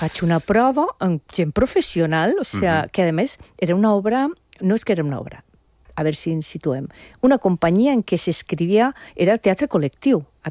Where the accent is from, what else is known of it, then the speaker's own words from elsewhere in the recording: Burjassot, Valencian Community, Spain; Pues Antonio, Paco i jo som els tres de Burjassot, més o menys, del grup d'amics.